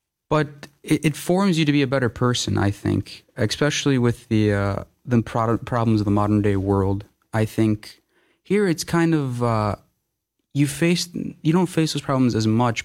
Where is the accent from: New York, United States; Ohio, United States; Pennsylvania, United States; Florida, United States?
Ohio, United States; Cleveland; moved away; I'm from Ohio, Cleveland.